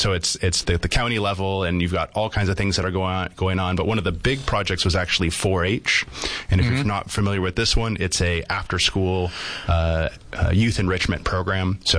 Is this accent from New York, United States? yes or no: no; Merced, California, United States; now in Yuma, United States; Originally from Merced, California, so Central Valley, very similar to Yuma.